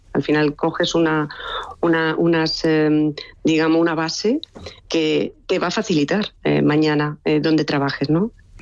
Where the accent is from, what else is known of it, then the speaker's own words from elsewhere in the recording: Málaga, Andalusia, Spain; also born or lived in Granada / Madrid; yo soy andaluza, soy granaína, pero criada en Málaga y estudié en Madrid.